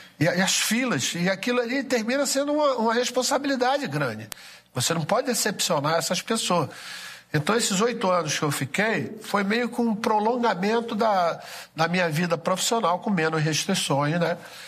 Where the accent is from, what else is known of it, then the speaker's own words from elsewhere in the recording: Rio de Janeiro, Brazil; eu fui criado aqui em Copacabana